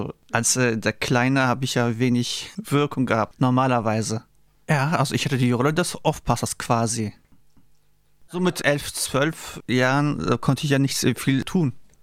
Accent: Bremen, Germany; born there; geboren bin ich 1977 in Bremen. Ich spreche Türkisch, weil ich als Türke geboren bin und türkische Eltern habe. Meine Eltern sind vor circa 7 Jahren, also 1970, hier nach Deutschland gekommen.

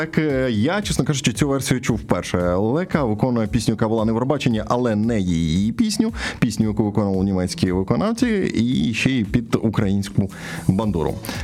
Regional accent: Chernihiv, Chernihiv Oblast, Ukraine; born there; я там колись народився в Чернігові

